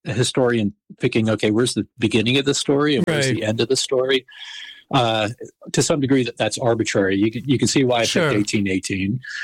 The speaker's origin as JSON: {"language": "English", "town": "Charleston", "region": "South Carolina", "country": "United States", "tie": "born or raised there", "said": "there's a supposed slave insurrection in Charleston, South Carolina, my hometown."}